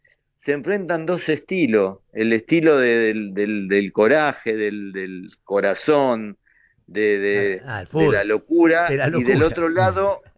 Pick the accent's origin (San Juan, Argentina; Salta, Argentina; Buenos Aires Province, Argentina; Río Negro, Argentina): Buenos Aires Province, Argentina; Ensenada; born there; Yo soy nacido en Ensenada